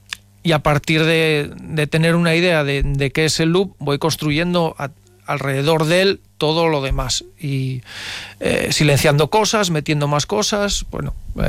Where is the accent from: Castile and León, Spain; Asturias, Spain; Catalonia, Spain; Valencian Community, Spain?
Asturias, Spain; Bañugues; Yo soy de Bañuges